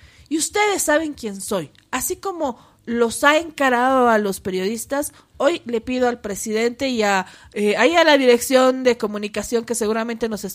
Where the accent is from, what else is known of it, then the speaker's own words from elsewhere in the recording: Bolivia; somos bolivianas ante todo.